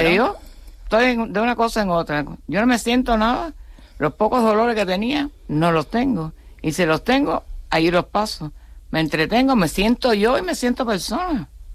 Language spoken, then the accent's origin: Spanish; Cuba; Acuérdense que yo soy cubana.